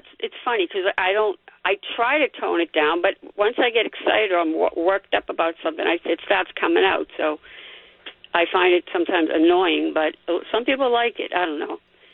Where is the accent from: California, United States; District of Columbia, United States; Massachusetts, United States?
Massachusetts, United States; Boston; accent: Boston; now in Quincy, United States; they always say, you have a really Boston accent or something like that. And I'll say, you know what? It's really weird because I didn't used to.